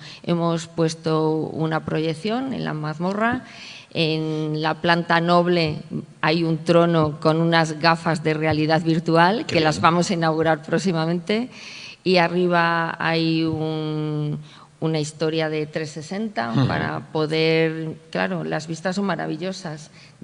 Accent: Tiedra, Castile and León, Spain; Soy de Tiedra, he vivido toda mi vida en Tiedra

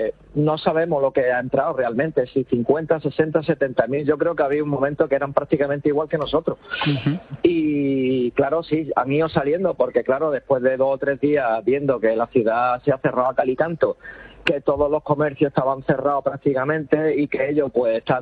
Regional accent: Spain; entendemos que se nos ha abandonado como pueblo, como ciudad española que somos, ¿no?

